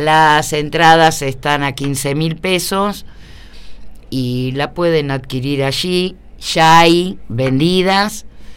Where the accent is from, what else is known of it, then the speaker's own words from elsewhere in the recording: Arroyo Seco, Santa Fe, Argentina; moved away; also born or lived in Rosario, Argentina; Porque yo soy oriunda de... Nací en Arroyo Seco, pero me formé, estudié y trabajé en Rosario.